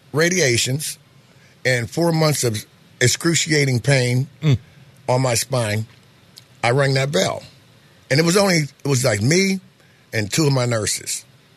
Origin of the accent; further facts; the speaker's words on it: South Park, Pennsylvania, United States; moved away as an adult; also born or lived in Massachusetts; I grew up in a place called South Park. Everybody knows about South Park.